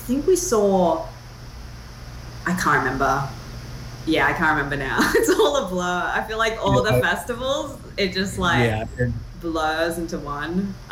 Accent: Sydney, New South Wales, Australia; So I grew up in Sydney, in the suburbs, and neither of my parents were in the film industry.

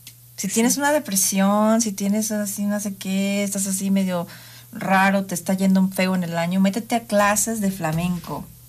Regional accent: Mexico; No, yo soy completamente mexicana.

